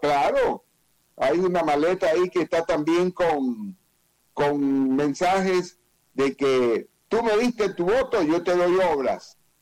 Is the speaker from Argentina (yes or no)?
no; Ecuador; yo voy a estar tranquilo acá en mi país, con mi familia.